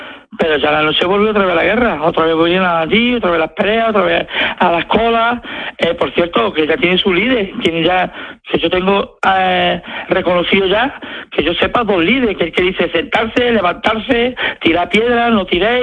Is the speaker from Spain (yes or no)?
yes; Spain; Yo precisamente soy musulmán y soy español de nacimiento. O sea, soy cristiano de nacimiento, de padre y madre, perdón, porque español soy.